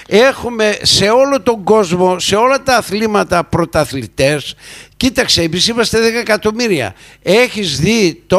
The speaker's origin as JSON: {"language": "Greek", "country": "Greece"}